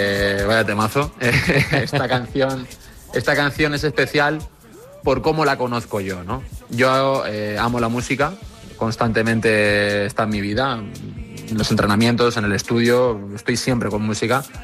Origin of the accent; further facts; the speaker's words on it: Fuerteventura, Canary Islands, Spain; Me crio en Fuerteventura, aunque mi acento no lo indica así, yo me crio en Fuerteventura, entonces vivimos la crisis de los cayucos.